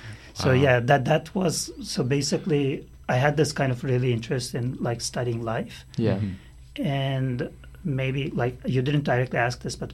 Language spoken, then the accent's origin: English; Turkey; moved away as an adult; also born or lived in United States; now in Hamilton, Canada; back in my hometown in Turkey.